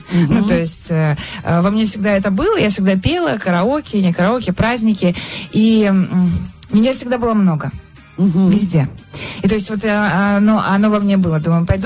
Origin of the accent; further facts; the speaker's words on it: Moscow, Russia; born there; also born or lived in Minsk, Belarus; Я первый класс пошла уже здесь, ну, в Москве.